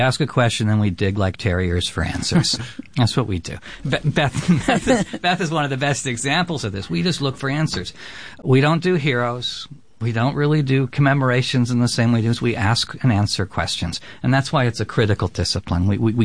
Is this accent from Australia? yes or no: no; California, United States; now in New York, United States; I grew up in California